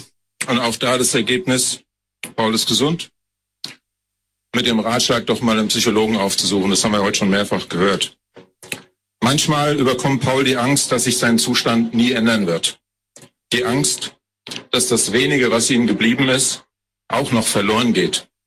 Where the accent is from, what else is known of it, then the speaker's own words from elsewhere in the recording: Frankfurt, Hesse, Germany; ich komme aus Frankfurt.